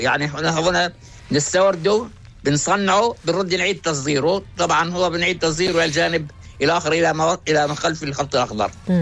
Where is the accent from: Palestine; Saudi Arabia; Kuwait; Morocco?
Palestine; في تراثنا الفلسطيني